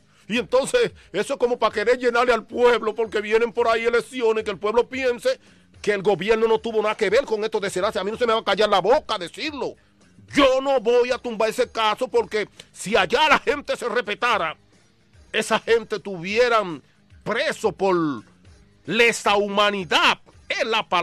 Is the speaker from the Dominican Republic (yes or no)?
yes; Dominican Republic; Este país, nuestro, República Dominicana, mi compatriota dominicano